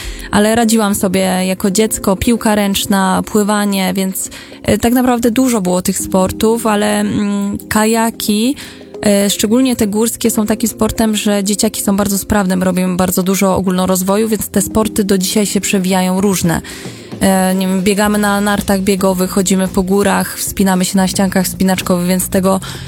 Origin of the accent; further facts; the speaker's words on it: southern Poland, Poland; stąd, skąd pochodzę, czyli z południa Polski, z miejsca, gdzie mamy górskie rzeki, gdzie jest możliwość treningu.